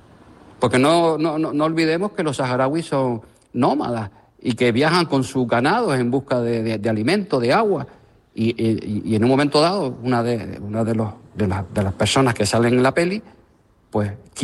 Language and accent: Spanish; Spain; yo, como español que soy